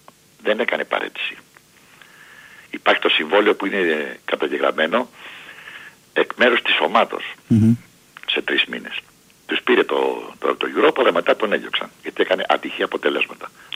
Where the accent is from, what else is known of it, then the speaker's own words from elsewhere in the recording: Peristeri, Attica, Greece; από το Περιστέρι.